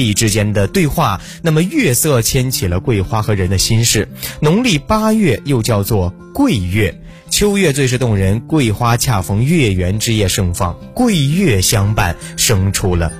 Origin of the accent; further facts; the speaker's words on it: northern China, China; moved away as an adult; now in Hangzhou, China; 最开始我作为一个北方人